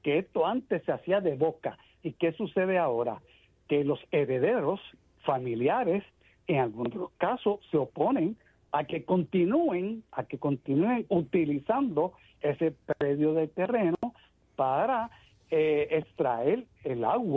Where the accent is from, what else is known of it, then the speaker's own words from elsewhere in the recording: Caguas, Puerto Rico; en las comunidades lejos de las ciudades como en mi pueblo de Caguas, que hay alrededor de 20 pozos hincados que cumplen con la ley